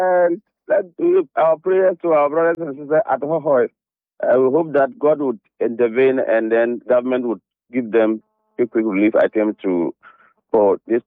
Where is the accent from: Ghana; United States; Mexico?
Ghana; is a Ghanaian citizen.